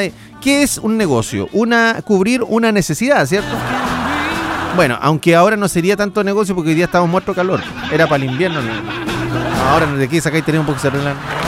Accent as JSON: {"language": "Spanish", "country": "Chile", "said": "Somos emprendedores los chilenos"}